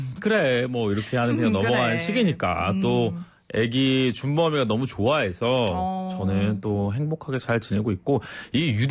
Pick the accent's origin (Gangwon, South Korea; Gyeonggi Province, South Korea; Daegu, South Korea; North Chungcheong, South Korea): North Chungcheong, South Korea; Ochang; born there; moved away as an adult; also born or lived in Cheongju / Cheonan; now in Seoul, South Korea; 저는 원래 충북 오창에서 태어나서 또 청주랑 천안이랑 계속 왔다 갔다 하다가 20살쯤 해가지고 올라왔죠. 상경했죠.